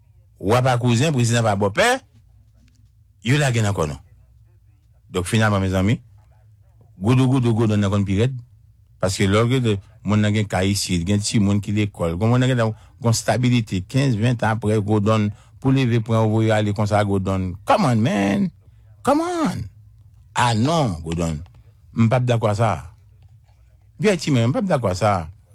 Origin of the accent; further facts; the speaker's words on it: Haiti; now in United States; moi me solidariser en tant qu'haïtien, américain